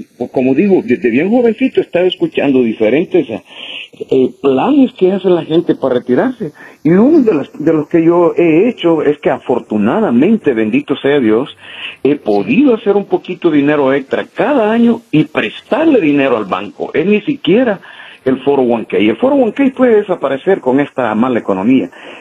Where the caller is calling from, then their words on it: Houston, Texas, United States; Bien, bien. De aquí de Houston. A lo largo de los años viviendo aquí, desde muy joven